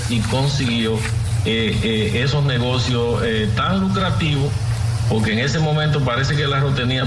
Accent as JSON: {"language": "Spanish", "country": "Dominican Republic", "said": "somos los dominicanos"}